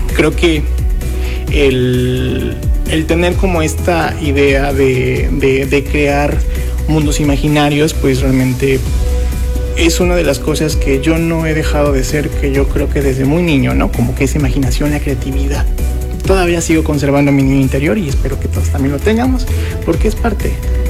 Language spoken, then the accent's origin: Spanish; Gutiérrez Zamora, Veracruz, Mexico; moved away as an adult; now in Xalapa, Mexico; Soy de Gutiérrez Zamora. Nací en el 91. Y bueno, pues después me mudo a la ciudad de Jalapa en el 2010, porque bueno, terminó la prepa y pues me fui a buscar oportunidades.